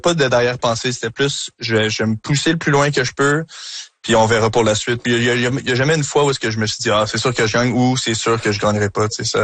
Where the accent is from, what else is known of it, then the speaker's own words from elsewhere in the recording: Montreal, Quebec, Canada; je suis Montréalais dans l'âme